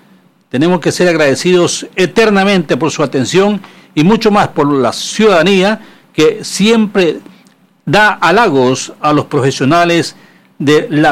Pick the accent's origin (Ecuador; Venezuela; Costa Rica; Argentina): Ecuador; El Progreso, Galápagos; now in Guayaquil, Ecuador; Somos nosotros allá del Progreso en San Cristóbal, Galápagos.